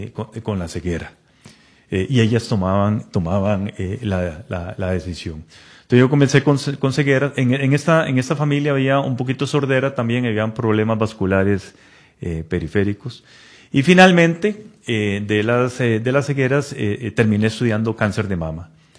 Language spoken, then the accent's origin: Spanish; Sabanilla, San José, Costa Rica; Yo soy de Sabanilla y Montes de Oca.